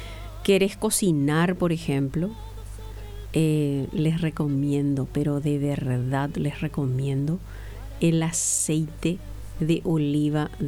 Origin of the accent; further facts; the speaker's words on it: Paraguay; Pero Paraguay es el único país que tiene un idioma nativo, así como el castellano. O sea que más del 80% hablamos guaraní.